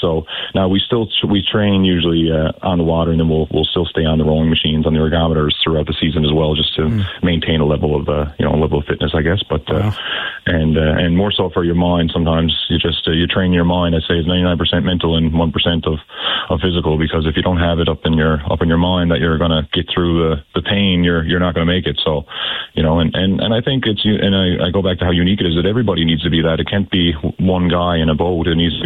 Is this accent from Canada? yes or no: yes; St. John's, Newfoundland and Labrador, Canada; born there; we're living Irish culture here on the island.